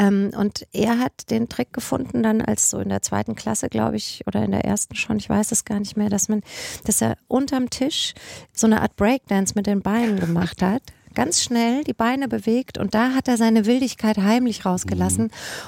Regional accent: Germany; born or raised there

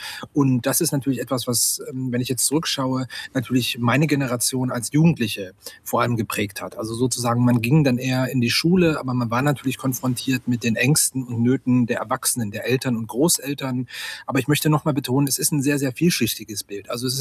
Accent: Saxony-Anhalt, Germany; als in meiner Heimatstadt oder meiner alten Heimatregion in Mansfeld-Südharz

